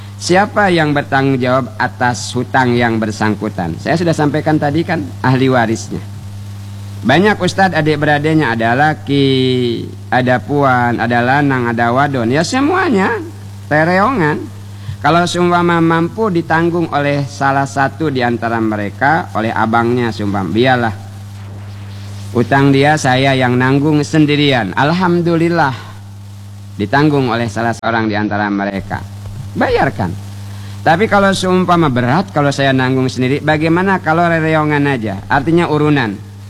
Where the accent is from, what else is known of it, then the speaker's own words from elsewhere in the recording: Bangka Belitung Islands, Indonesia; kuda kawa, kata kita orang Bangka kan, membayar.